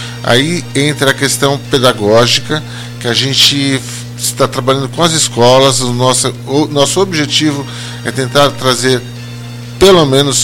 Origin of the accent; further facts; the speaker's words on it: São Paulo, Brazil; Eu sou de São Paulo.